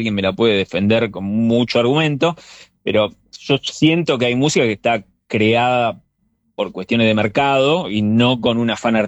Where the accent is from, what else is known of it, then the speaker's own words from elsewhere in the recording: Buenos Aires Province, Argentina; Yo, mirá, soy del conurbano de Zona Sur y éramos muy cabeza de tacho con el tema de, viste, el rock.